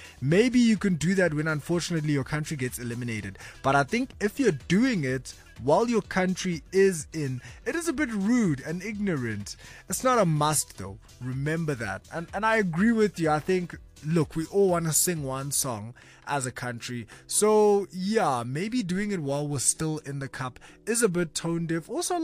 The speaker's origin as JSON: {"language": "English", "country": "South Africa"}